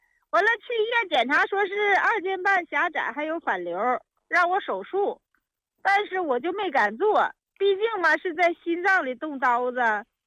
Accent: Shenyang, Liaoning, China; 哎，李老师，我是沈阳的。

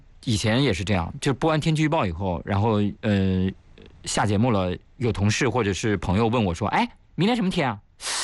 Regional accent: Shanxi, China; 我呢对我的家乡是山西，但是呢我去的次数并不多，我只能讲我去过的地方啊。

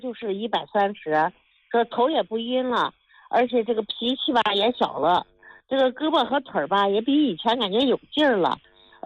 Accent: Xi'an, Shaanxi, China; 我是西安的

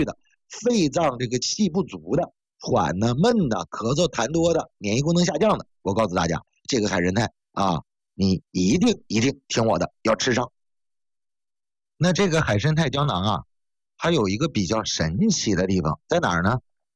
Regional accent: Northeast China, China; accent: Northeastern Mandarin; 我们东北话就说这个人犟啊

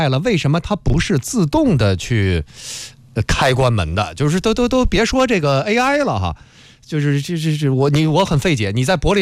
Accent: China

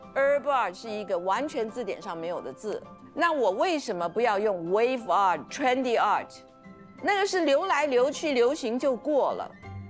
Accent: China; 是只有我们中国人这么说。

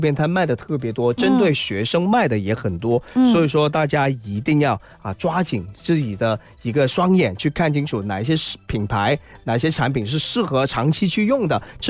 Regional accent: China

